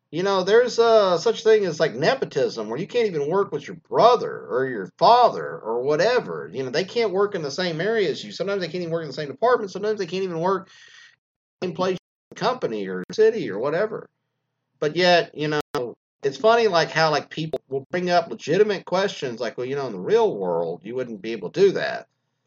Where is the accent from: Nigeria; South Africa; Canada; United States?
Canada; None of my friends or family thought it would last because she's Chinese and I'm Canadian.